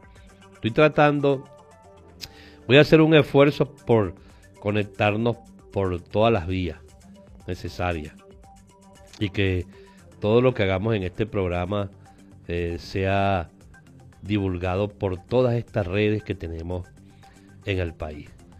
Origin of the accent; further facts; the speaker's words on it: Venezuela; nosotros tenemos que exigir esas prioridades como venezolanos.